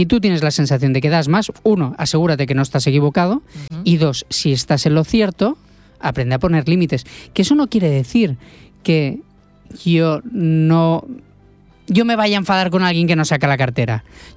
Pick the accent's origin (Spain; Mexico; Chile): Spain; Tarragona, Catalonia; now in Barcelona, Spain; Yo soy natural de Tarragona, soy tarragoní.